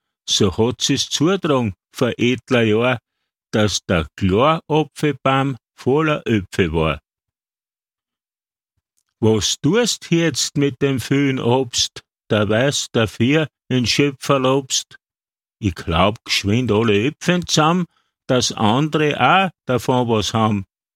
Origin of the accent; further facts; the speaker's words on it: Lower Austria, Austria; Sommerzeit gibt's bei uns daheim im Mostviertel die sogenannten Kloröpfe, wenn man so einen Baum im eigenen Garten hat.